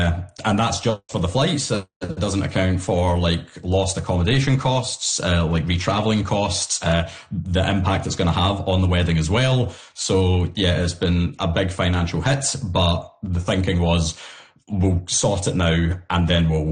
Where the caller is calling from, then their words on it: Scotland, United Kingdom; So I came to Nova Scotia to get married to my fiance. I'm Scottish and she's Albertan.